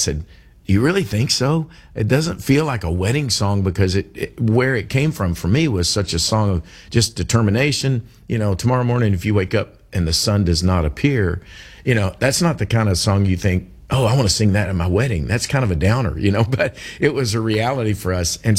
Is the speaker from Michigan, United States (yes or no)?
no; Kentucky, United States; I am from Kentucky. You know that, Gary.